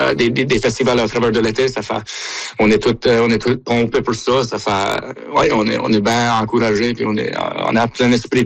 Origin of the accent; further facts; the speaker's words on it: Baie-Sainte-Marie, Nova Scotia, Canada; accent: Baie-Sainte-Marie; notre accent à la Baie-Sainte-Marie, dans le sud-ouest de la Nouvelle-Écosse, c'est un peu potent comparé à le restant de la francophonie.